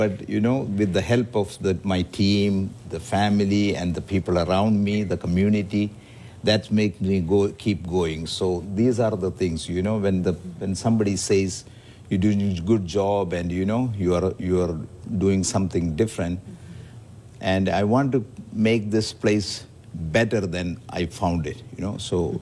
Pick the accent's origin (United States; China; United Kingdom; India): India; these are the small things which I got it from my family growing up in India.